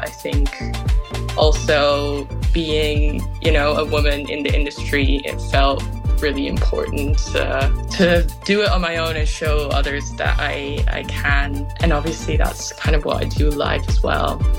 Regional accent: Amsterdam, North Holland, Netherlands; Yeah, it's funny because I grew up in Amsterdam

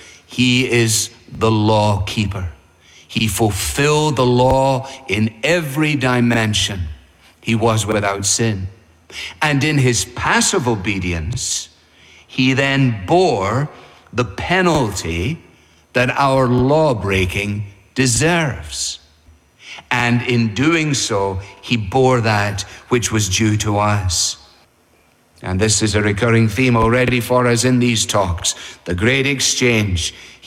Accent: Scotland, United Kingdom

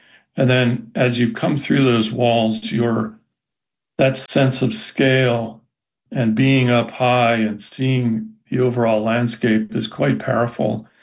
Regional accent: Pennsylvania, United States; growing up in Pennsylvania, I had camped and canoed out in western Pennsylvania, where Somerset County is in the Laurel Highlands.

